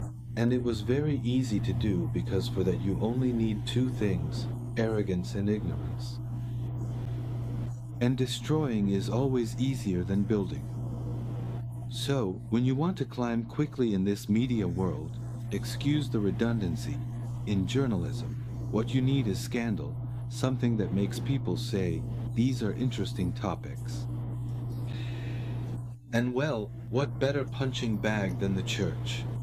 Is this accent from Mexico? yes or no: yes; Mexico City, Mexico; now in Cancun, Mexico; I grew up in Mexico City, and I only came to Cancun after I was married and already had a child.